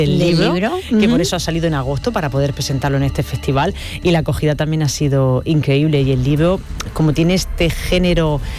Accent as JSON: {"language": "Spanish", "town": "Almería", "region": "Andalusia", "country": "Spain", "said": "ahí estuve hablando de mi Almería, de lo importante que ha sido para mí rodar aquí"}